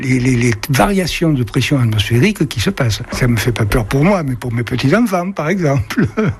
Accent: Marseille, Provence-Alpes-Côte d'Azur, France; born there; moved away; also born or lived in La Ciotat; Ben vous savez, moi je suis méditerranéen, je suis né à Marseille, j'habitais la Ciotat

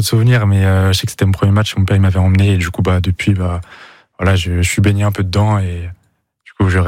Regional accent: Paris, Île-de-France, France; moi je viens de Paris

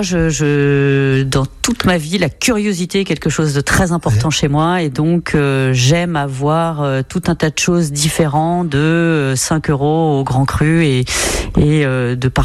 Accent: central France, France; Je ne suis pas du tout champenoise à l'origine. Je viens du centre de la France.

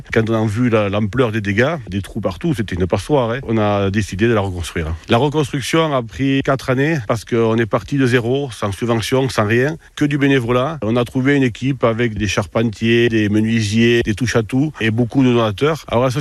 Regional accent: Saubusse, Nouvelle-Aquitaine, France; je suis natif de Saubus.

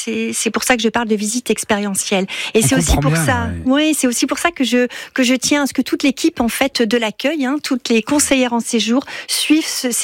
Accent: Besançon, Bourgogne-Franche-Comté, France; je suis byzantine, je suis née à Besançon, c'est ma ville de cœur que je pense quand même pouvoir dire que je la connais.

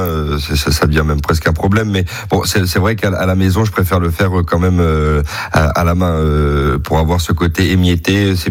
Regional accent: Bourgogne-Franche-Comté, France; chez nous en Bourgogne

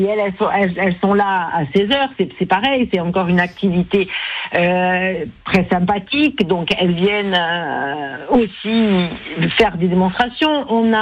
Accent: Corsica, France; chez nous en Corse

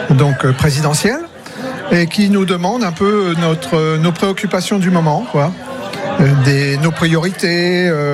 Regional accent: Cherbourg, Normandy, France; Cherbourg.

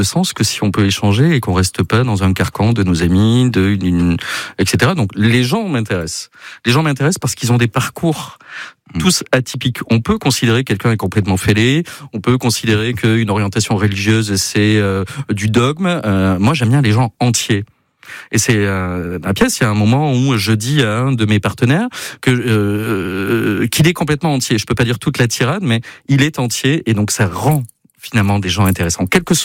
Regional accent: Bayonne, Nouvelle-Aquitaine, France; also born or lived in Arcachon; c'est peut-être parce que j'ai toujours vécu au Pays Basque, ou quasiment toujours vécu au Pays Basque, que j'ai cette vision-là. Mais à la base, je suis un arcachonnais, je suis né à Arcachon, et j'ai vécu depuis mes 6 mois entre Bayonne-Anglet et Biarritz.

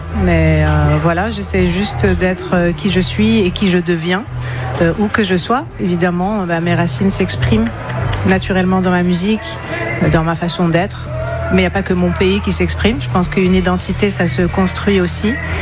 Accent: Morocco; moved away as an adult; now in France

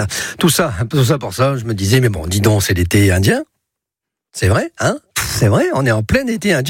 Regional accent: Lille, Hauts-de-France, France; moi, je viens de Lille et on m'a donné un prénom espagnol.

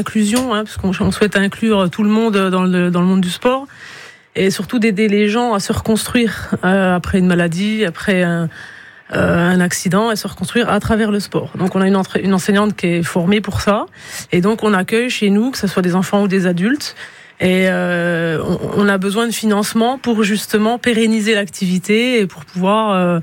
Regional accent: Sochaux, Bourgogne-Franche-Comté, France; En plus, comme on est de Sochaux, on a l'occasion avec la commune d'avoir la Malse.

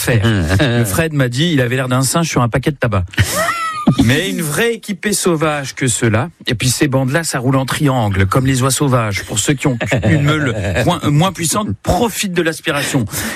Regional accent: Grand Est, France; On sait qu'on est lorrain parce qu'on prend des obus pour des cèpes.

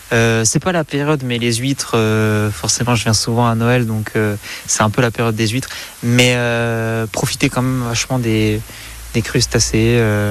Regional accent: Besançon, Bourgogne-Franche-Comté, France; Je viens de Besançon, dans l'est de la France.

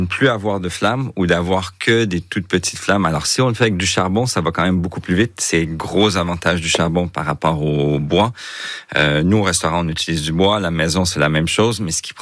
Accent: Quebec, Canada; now in France; Exactement. En France, quand je suis arrivé il y a une quinzaine d'années, c'était assez peu commun, si on veut.

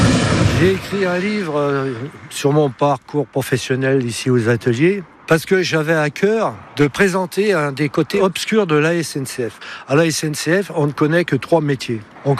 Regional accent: Saint-Étienne, Auvergne-Rhône-Alpes, France; born there; now in Le Mans, France; j'ai 70 ans, je suis né à Saint-Étienne. Et en gros, par amour, je suis venu au Mans.

